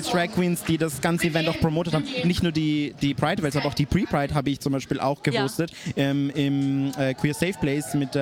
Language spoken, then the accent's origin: German; Lower Austria, Austria; moved away as an adult; now in Linz, Austria; Tatsächlich aus Niederösterreich.